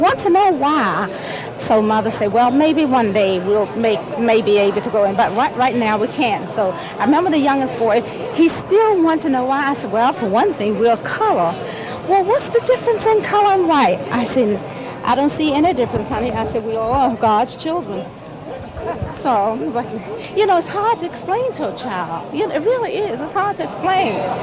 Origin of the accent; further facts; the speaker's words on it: Washington, District of Columbia, United States; Washington